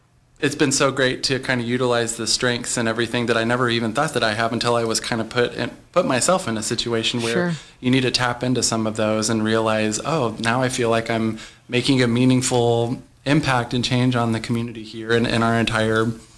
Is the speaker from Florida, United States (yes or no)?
no; Texas, United States; moved away as an adult; also born or lived in Waco, Texas / Ann Arbor, Michigan; now in Kalamazoo, United States; I grew up in Dallas-Fort Worth area of Texas, did my undergrad work in music education at Baylor University in Waco